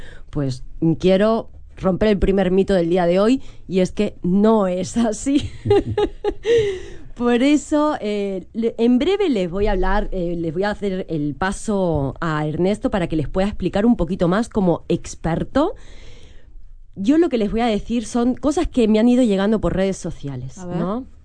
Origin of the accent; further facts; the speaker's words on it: Spain; accent: Spanish; now in Uruguay; yo soy española, lo saben por el acento